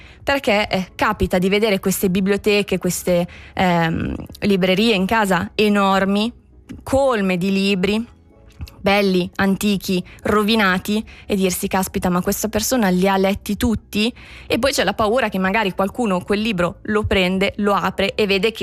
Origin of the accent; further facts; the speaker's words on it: Sicily, Italy; esatto, anch'io siciliano.